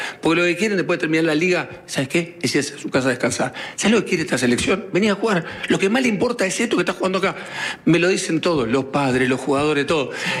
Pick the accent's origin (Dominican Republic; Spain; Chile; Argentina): Argentina; hacernos cargo como argentinos.